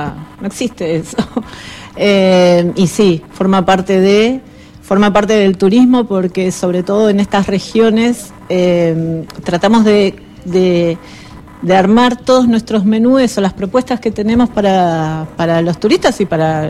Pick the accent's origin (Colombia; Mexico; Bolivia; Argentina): Argentina; Buenos Aires; moved away as an adult; now in Patagonia, Argentina; yo soy nacida y criada en Buenos Aires y trabajé en Buenos Aires, ahí arranqué, pero ya hace 20 años que vivo acá.